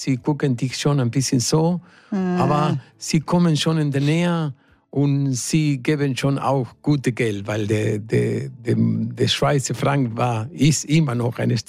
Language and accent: German; Argentina; first language Spanish; German is a second language; moved away as an adult; now in Mils, Austria; Schau, ich komme aus Argentinien.